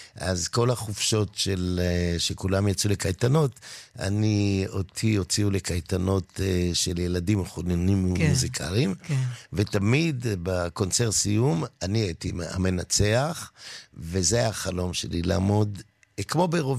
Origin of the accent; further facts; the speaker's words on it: Givatayim, Tel Aviv District, Israel; אבל בגיל שנה וחצי כבר עברנו לגבעתיים, אבל אני לא גדלתי כל כך, גדלתי בגבעתיים